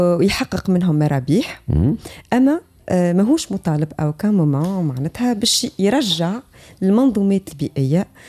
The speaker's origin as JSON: {"language": "Arabic", "country": "Tunisia"}